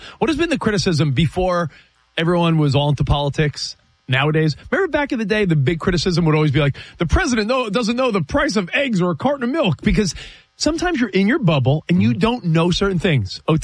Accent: Long Island, New York, United States; I grew up on Long Island. If you like college sports growing up on Long Island, it was rare because you had two pro NFL teams, three hockey teams.

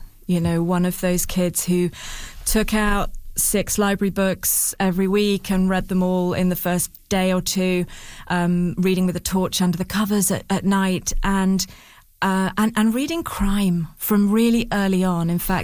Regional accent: United Kingdom

